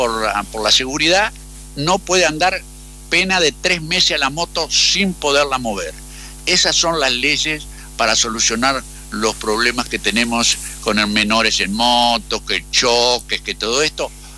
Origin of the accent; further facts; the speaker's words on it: Argentina; soy argentino